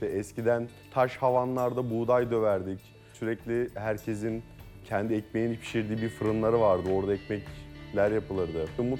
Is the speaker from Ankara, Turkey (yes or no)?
no; Istanbul, Turkey; İki çocuklu bir ailenin en büyük çocuğuyum. Genel olarak İstanbul'da doğdum.